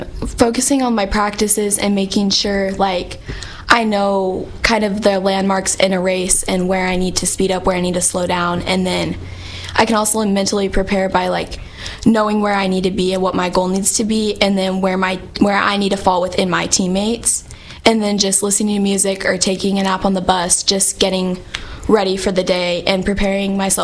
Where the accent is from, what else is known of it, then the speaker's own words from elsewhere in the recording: Dalhart, Texas, United States; Yes, I grew up in Dalhart, and my dad grew up in Dalhart, and then my mom moved here for work and met.